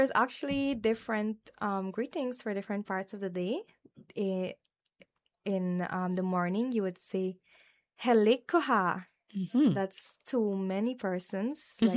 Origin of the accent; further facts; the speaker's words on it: Guyana; accent: village accent; English is a second language; So when I first moved out of the village, I had my village accent, indigenous peoples.